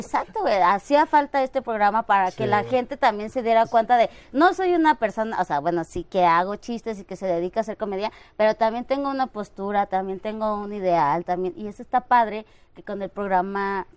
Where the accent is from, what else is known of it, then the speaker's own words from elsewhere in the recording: Chalco, State of Mexico, Mexico; also born or lived in Iztapalapa, Mexico City; now in Mexico City, Mexico; nací en Iztapalapa, pero me crecí en Chalco.